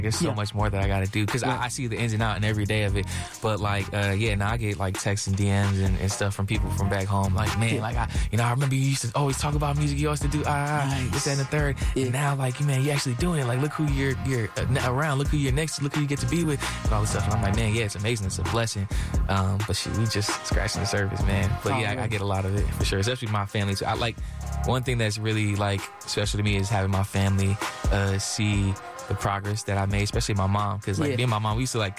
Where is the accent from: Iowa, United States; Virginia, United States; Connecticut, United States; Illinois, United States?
Connecticut, United States; New Haven; born there; also born or lived in Bridgeport; Bro, I was born in New Haven, Connecticut. I spent a lot of my time in Bridgeport.